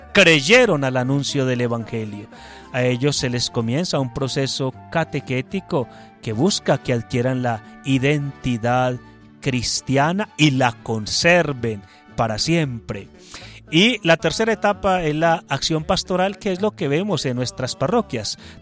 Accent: Colombia

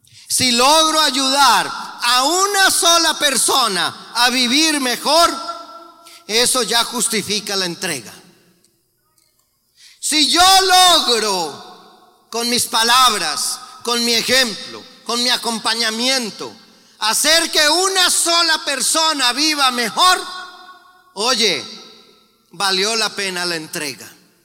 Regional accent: Colombia; En mi país, en la ciudad de Bogotá, Colombia

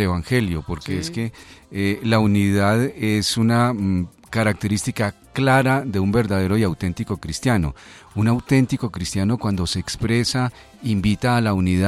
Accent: Colombia

